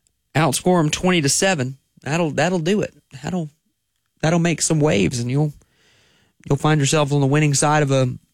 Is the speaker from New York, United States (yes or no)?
no; South Carolina, United States; But White Knoll's my hometown team. So I'm very glad to say that my hometown team, the White Knoll Timberwolves, got a win tonight.